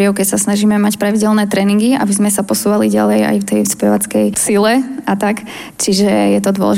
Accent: Staškovce, Prešov Region, Slovakia; born there; Ja som sa narodila v Staškovciach, čo je rusínska obec, a takisto aj rodičia nás naučili po rusínsky

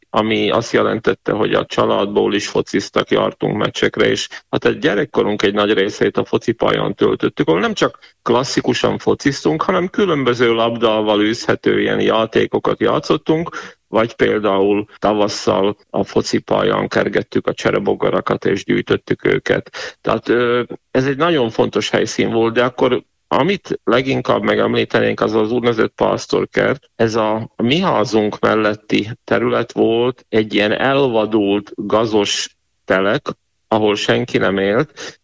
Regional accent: Bátka, Banská Bystrica Region, Slovakia; Én Batkalban nevelkedtem, ez egy viszonylag kis falucska Gömörben, pontosabban a Balog völgyében, egy 6-700 lakosú falu tulajdonképpen a 20. század egész időszakában a Rimaszombata és Tornaja közötti országút mentén.

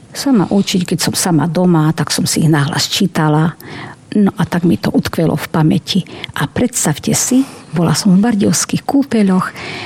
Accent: Krásna Lúka, Prešov Region, Slovakia; A u nás v Krásnej Luke v lete máme krásnu prírodu a tam sa rada prechádzam.

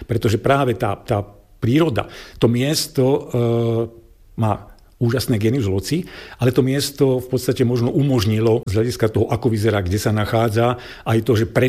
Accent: Brezno, Banská Bystrica Region, Slovakia; also born or lived in Zvolen; now in Sliač, Slovakia; som Hugáň, čiže narodil som sa v Brezne a v podstate celý ten svoj život som sa veľmi nepohol medzi Breznom a Zvolenom, pretože v Brezne som sa narodil, vo Zvolení som študoval, potom som vo Zvolení býval a pracoval, momentálne žijem v Sliači a pracujem v Banskej Bystrici

